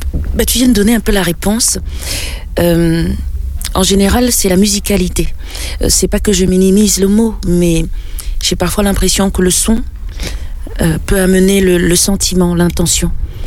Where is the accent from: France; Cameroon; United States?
Cameroon; first language French; ma langue maternelle c'est le français, parce qu'au Cameroun on parle, le Cameroun est un pays bilingue, anglais-français, plus les dialectes.